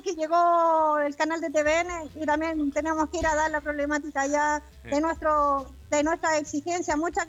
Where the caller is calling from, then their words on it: Villa Alemana, Valparaíso, Chile; soy la única representante de acá de Villa Alemana